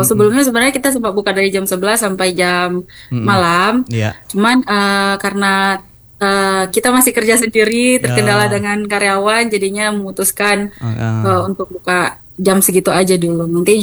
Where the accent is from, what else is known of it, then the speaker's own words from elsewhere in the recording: Aceh, Indonesia; orang kita, orang Aceh suka makan mie kan.